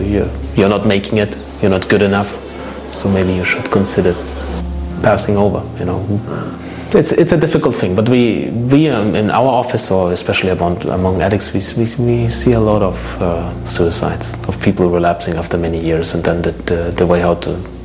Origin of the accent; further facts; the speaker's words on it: Germany; English is a second language; now in Lithuania; What struck me when I came from Germany to Lithuania